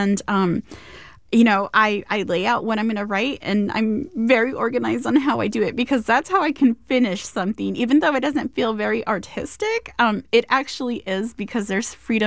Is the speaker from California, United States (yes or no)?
yes; San Diego, California, United States; I grew up here in San Diego